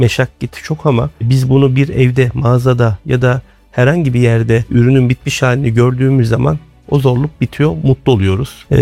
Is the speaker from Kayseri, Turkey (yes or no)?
yes; Kayseri, Turkey; born there; Kayseri doğumluyum. 47 yaşındayım. 2 evladım var.